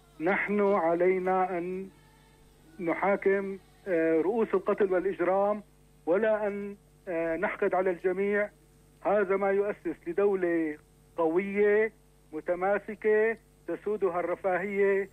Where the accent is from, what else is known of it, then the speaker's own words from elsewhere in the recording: Syria; نحن كسوريين